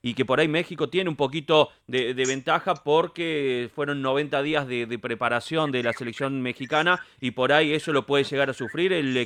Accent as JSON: {"language": "Spanish", "town": "Alta Gracia", "region": "Córdoba", "country": "Argentina", "said": "vive acá en la ciudad de Altagracia, donde somos nosotros"}